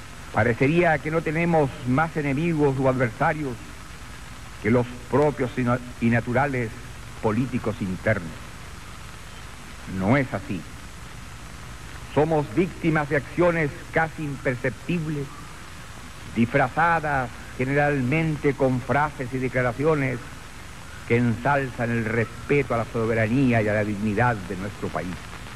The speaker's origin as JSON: {"language": "Spanish", "country": "Chile"}